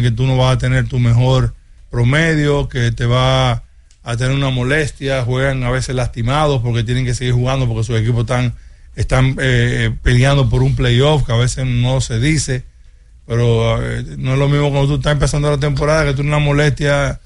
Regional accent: Dominican Republic; nosotros dominicanos

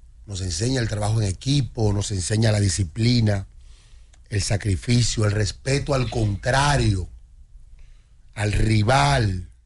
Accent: Dominican Republic

